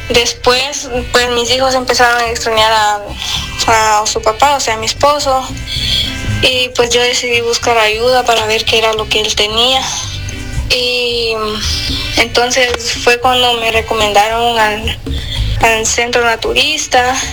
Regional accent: Cobán, Alta Verapaz, Guatemala; Soy de Cobán.

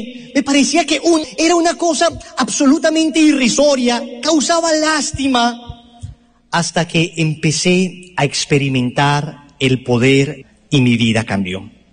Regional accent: Colombia; Me parecía, decimos en Colombia, en mi tierra, la repetición de la repetidera.

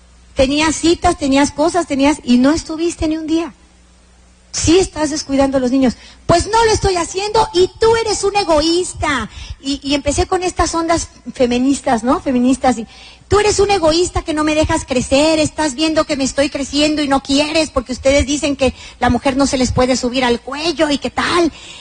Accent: Veracruz, Mexico; Yo soy de Veracruz, ¿no? Y allá hablamos con pura grosería

